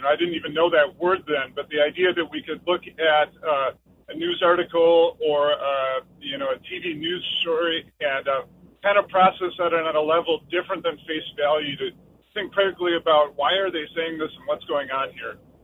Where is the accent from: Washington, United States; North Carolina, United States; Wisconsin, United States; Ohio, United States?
Wisconsin, United States; Madison; I remember the Onion as a Gen X high schooler growing up in Madison.